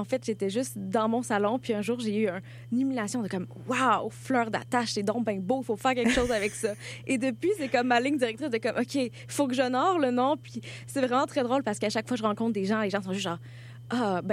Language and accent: French; Quebec, Canada